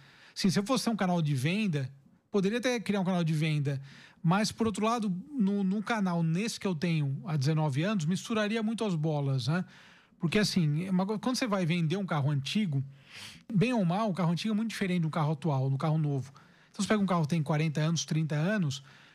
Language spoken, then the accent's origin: Portuguese; Araraquara, São Paulo, Brazil; moved away as an adult; also born or lived in Rio Claro; now in São Paulo, Brazil; É, não sou do interior. Eu nasci em Rio Claro, mas minha família toda é de Araraquara, né? Araraquara, perto de Ribeirão Preto, né? Aquela região lá da cana-de-açúcar, laranja e...